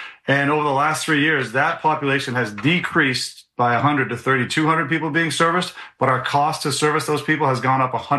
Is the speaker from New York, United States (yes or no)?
no; Maine, United States; I grew up here in Maine. I was raised here. My wife was raised here. All three of our kids grew up here, went to the same high school I did.